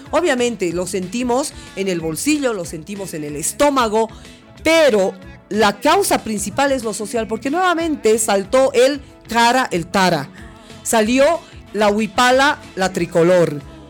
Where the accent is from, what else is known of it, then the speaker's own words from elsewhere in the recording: Bolivia; todos somos bolivianos.